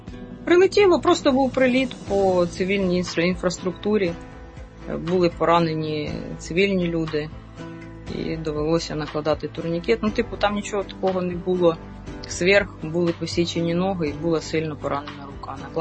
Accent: Dnipro, Dnipropetrovsk Oblast, Ukraine; Я сама з Дніпра.

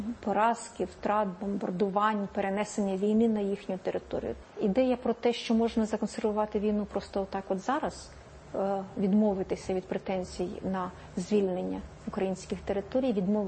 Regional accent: Kyiv, Ukraine; Я киянка, так.

